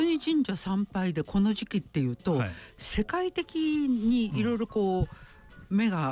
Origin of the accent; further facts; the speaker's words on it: Kure, Hiroshima, Japan; 私は広島で育ってるので、原爆って広島市に落とされて、私が育った呉市っていうところは避難してきた人たちが住んでいた地域、